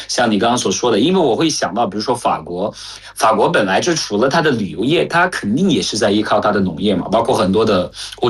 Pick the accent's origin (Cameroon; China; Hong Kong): Cameroon; Chinese is a second language; 我是来自喀麦隆的